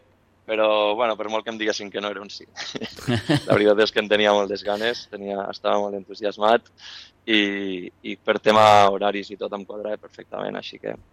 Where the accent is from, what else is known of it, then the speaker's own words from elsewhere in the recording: La Seu d'Urgell, Catalonia, Spain; moved away; Jo sóc de la Seu d'Urgell, sí.